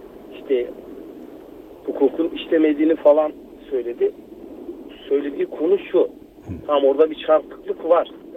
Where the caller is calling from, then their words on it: Istanbul, Turkey; İstanbul'dan arıyorum ben. Ataşehir'den